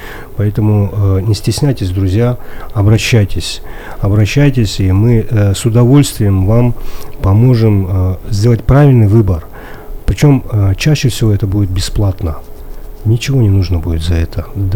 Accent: Khasavyurt, Dagestan, Russia; moved away; В прошлом жил, бывших хасавюртовцев не бывает.

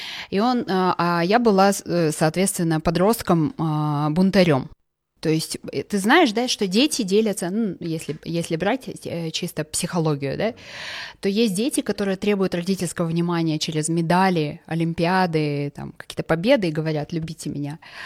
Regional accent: Zhanaarka, Karaganda Region, Kazakhstan; Мы из Жанарки, с Карагандинской области. Это даже Джасказганская область. Мы из маленького поселка.

